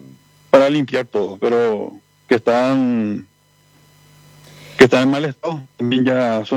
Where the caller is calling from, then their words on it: Paraguay; acá en su mayoría somos paraguayos los que estamos acá